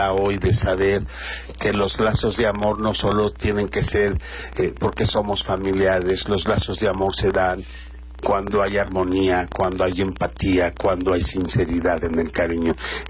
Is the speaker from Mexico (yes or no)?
yes; Mexico; yo nunca me he educado en Europa donde son tan fríos y soy mexicano de estos que me emociono tanto y viva México